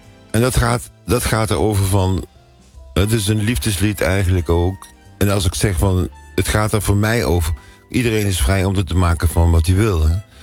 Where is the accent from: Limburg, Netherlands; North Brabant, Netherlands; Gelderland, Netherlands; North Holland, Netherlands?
Gelderland, Netherlands; Nijmegen; Ik kom uit Nijmegen.